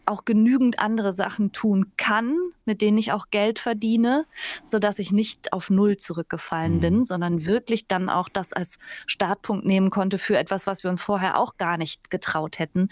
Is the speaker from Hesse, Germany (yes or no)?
no; Bergisch Gladbach, North Rhine-Westphalia, Germany; Ich bin aus Bergisch Gladbach bei Köln.